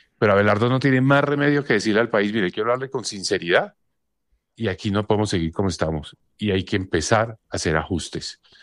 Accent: Colombia; Pero lo logramos como colombianos

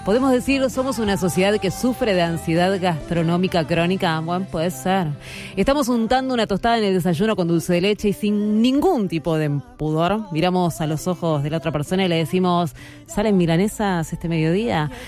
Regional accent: Argentina

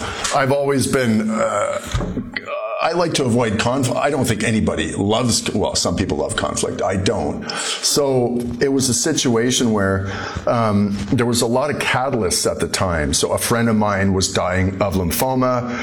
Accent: Cape Breton, Nova Scotia, Canada; born there; But I was born in Cape Breton, and I like to think that I was raised with good values and good character.

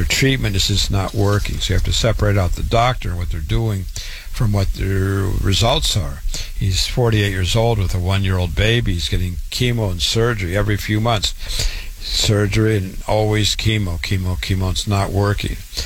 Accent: Waterloo, Iowa, United States; born and raised in Waterloo, Iowa. Went to public school, university, MD at 25

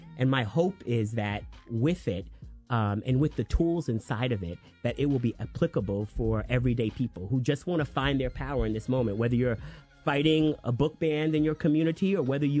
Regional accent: New York, United States; I grew up on Eastern Long Island

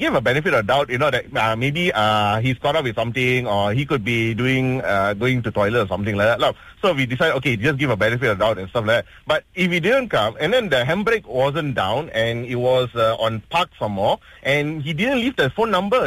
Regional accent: Malaysia; I mean, spirit of being Malaysian is there.

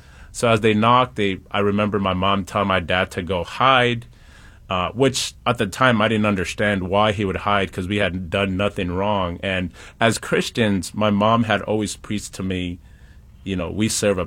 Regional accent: Mulenge, South Kivu, DR Congo; born there; English is a second language; I was born in Congo, in actually a small village called Mulenge. And then my parents moved to the city for a better opportunity

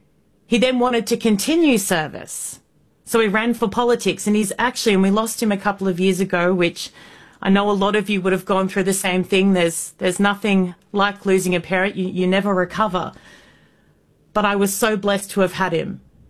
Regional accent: Australia; I am an Australian broadcaster.

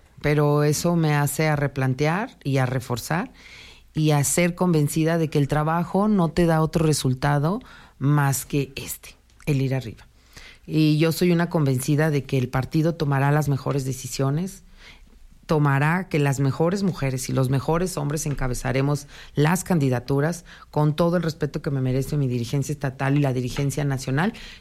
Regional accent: Aguascalientes, Mexico; Que soy del barrio de San Marcos

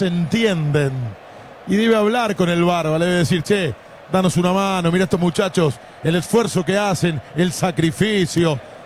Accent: Argentina; Una selección que nos hace inflar el pecho y andar por el mundo diciendo: somos argentinos

